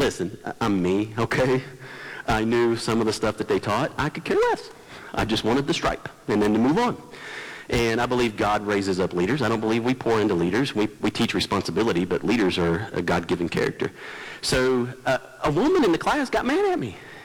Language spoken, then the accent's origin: English; West Virginia, United States; She said, you know, where are you from? I'm from West Virginia.